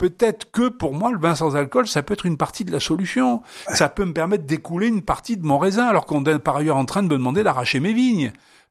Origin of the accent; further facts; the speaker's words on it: Provence-Alpes-Côte d'Azur, France; en Provence, où je viens, moi, du Var